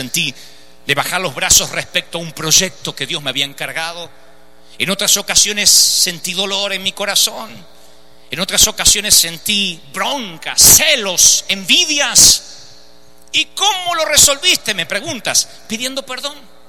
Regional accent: Argentina; yo soy argentino

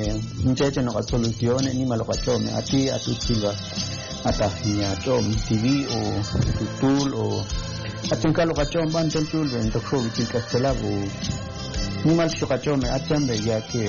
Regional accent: Quiché, Guatemala; first language Ixil; en mi dialecto porque soy Ixil.

